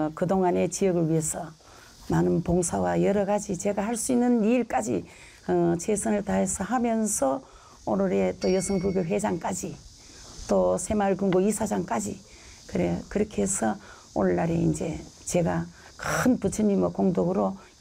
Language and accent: Korean; Cheongsong, North Gyeongsang, South Korea; born there; now in Pohang, South Korea; 저는 경북 청송에서 태어나가 포항으로 정착을 했습니다.